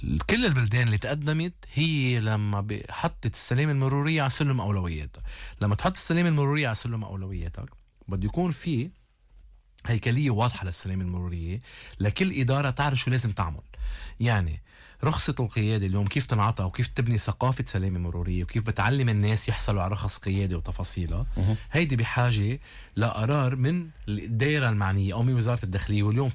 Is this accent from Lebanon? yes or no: yes; Lebanon